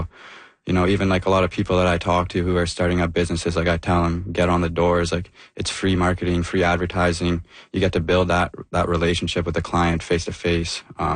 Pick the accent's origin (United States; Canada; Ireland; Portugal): Canada; Ottawa, Ontario; A young local kid, like I'm from Stittsville.